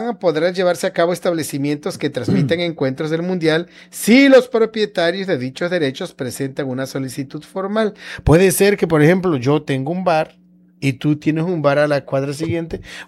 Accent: Mexico; now in Villahermosa, Mexico; Así somos los mexicanos.

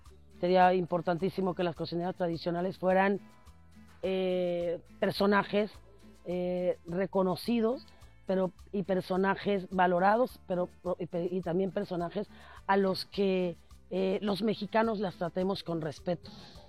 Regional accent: Mexico; todo reconocimiento te permite darte cuenta como mexicano que, porque a veces perdemos la conciencia de que estamos en un gran país con una diversidad impresionante en todos los sentidos

